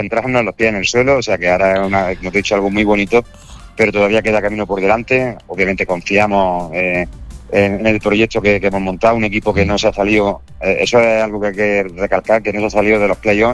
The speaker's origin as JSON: {"language": "Spanish", "town": "Granada", "region": "Andalusia", "country": "Spain", "said": "en mi tierra, en mi Granada"}